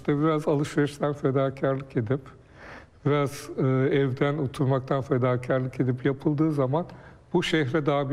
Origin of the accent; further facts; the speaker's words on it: Üsküdar, Istanbul, Turkey; bizim Üsküdar, ben Üsküdar'lıyım o yüzden ilk onu söylerim.